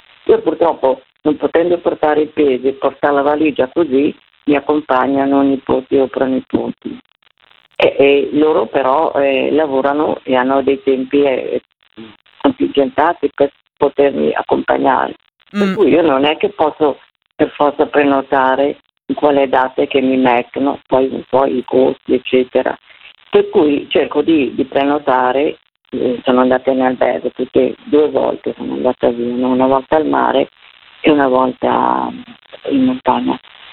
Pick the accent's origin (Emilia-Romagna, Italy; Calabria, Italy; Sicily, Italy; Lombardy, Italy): Lombardy, Italy; Milan; Sono di Milano, dunque okay. Io ho 75 anni